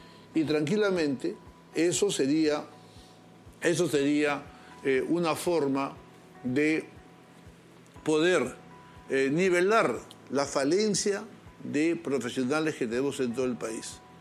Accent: Peru; no tocaré las puertas para presentar como peruano, como ciudadano, una salida a estos problemas.

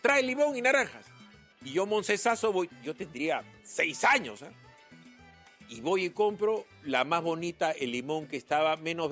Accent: Lima, Peru; Yo soy, bueno, nacido en provincia, me criaron en Lima.

